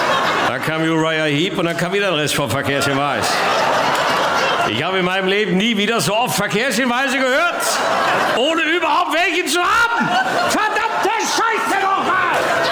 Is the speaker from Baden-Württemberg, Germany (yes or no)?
no; North Rhine-Westphalia, Germany; Jetzt komme ich aus dem Ruhrgebiet und wir bei uns zu Hause, das werden Sie ja nicht kennen, wir sind ja sogenannte Wirkungstrinker.